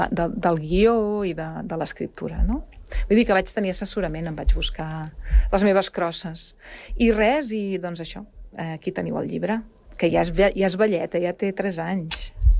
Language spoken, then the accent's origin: Catalan; Barcelona, Catalonia, Spain; Jo no sóc ben bé de Sant Cugat, sóc de Sants, de Barcelona, però treballo aquí a l'Escola d'Art des de fa gairebé 30 anys.